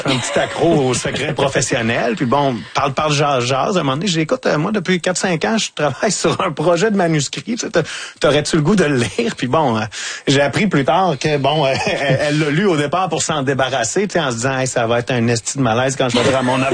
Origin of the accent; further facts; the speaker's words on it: Lavaltrie, Quebec, Canada; now in Montreal, Canada; je viens de la Valtrie, dans la région de la Naudière.